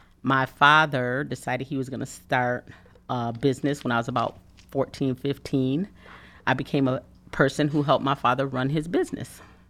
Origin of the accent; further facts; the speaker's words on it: Alabama, United States; born there; Well, I was born in Alabama.